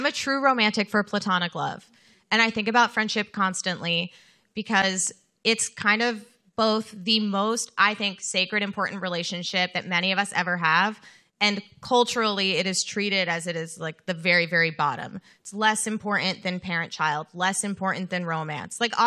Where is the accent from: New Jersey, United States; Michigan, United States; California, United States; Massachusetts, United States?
New Jersey, United States; I'm from New Jersey